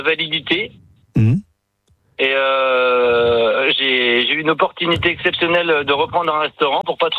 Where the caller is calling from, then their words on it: Missillac, Pays de la Loire, France; J'habite à Missillac dans le 44.